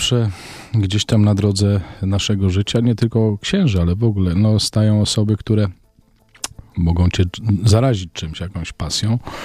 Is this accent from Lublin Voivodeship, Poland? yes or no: no; Lubochnia, Łódź Voivodeship, Poland; pochodzę z niewielkiej wiejskiej parafii z Lubochni koło Tomaszowa Mazowieckiego